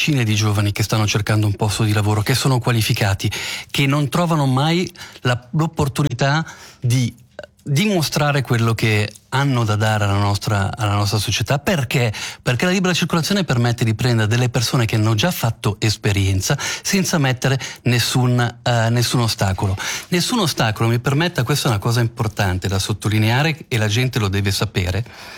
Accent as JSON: {"language": "Italian", "country": "Switzerland", "said": "la nostra Svizzera, il paese che amiamo"}